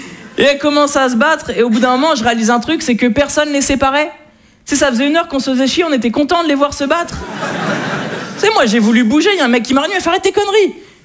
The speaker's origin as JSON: {"language": "French", "town": "Le Havre", "region": "Normandy", "country": "France", "tie": "born or raised there", "also_born_or_lived": "Neuilly-sur-Seine", "moved": "as an adult", "lives_now": "Paris, France", "said": "je fais du stand-up depuis un moment. Moi, je suis originaire du Havre."}